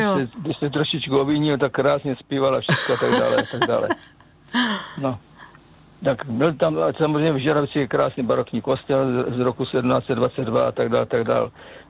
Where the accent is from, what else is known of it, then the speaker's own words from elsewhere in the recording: Kyjov, South Moravian Region, Czechia; born there; Je to Moravské Slovácko, mikroregion Bzenec. Narodil jsem se v Kyjově.